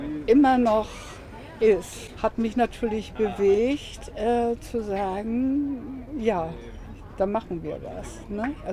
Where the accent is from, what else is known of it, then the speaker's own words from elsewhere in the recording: Flintbek, Schleswig-Holstein, Germany; born there; ich bin in Flintbek geboren.